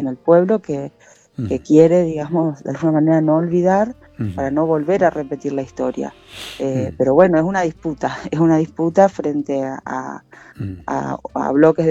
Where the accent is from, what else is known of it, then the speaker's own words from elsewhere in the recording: Argentina; nosotros como sociedad argentina